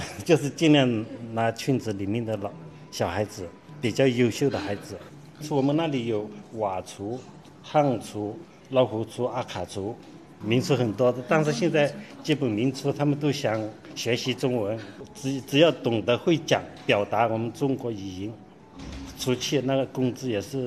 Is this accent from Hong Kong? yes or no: no; Chiang Rai, Thailand; 我来自泰国北部青来